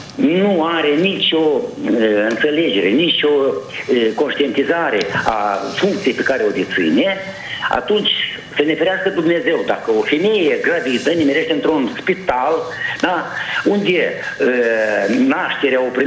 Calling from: Căușeni, Căușeni District, Moldova; de la Căușeni.

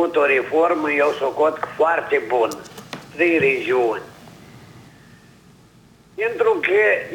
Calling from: Anenii Noi, Anenii Noi District, Moldova; anenii noi.

